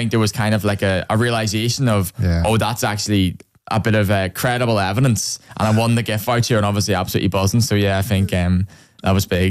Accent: Tyrone, Northern Ireland, United Kingdom; born or raised there

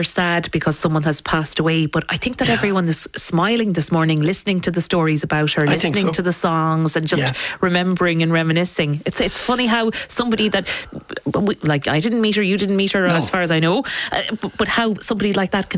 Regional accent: Munster, Ireland; I'm from West Kerry.

